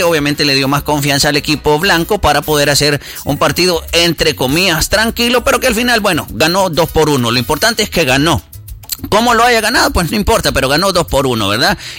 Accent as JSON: {"language": "Spanish", "country": "El Salvador", "said": "Como salvadoreños, hoy estamos con los equipos que representan al país"}